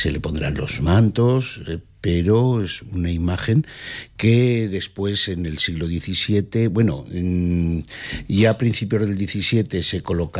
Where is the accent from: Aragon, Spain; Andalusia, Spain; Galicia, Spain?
Aragon, Spain; Tardienta; Yo soy de Tardienta.